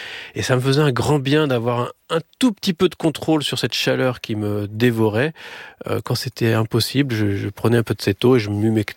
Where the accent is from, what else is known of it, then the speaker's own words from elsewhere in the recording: Paris, Île-de-France, France; ma grand-mère est bretonne, son grand-père était marin-pêcheur, il avait son bateau. Et en tant que petit parisien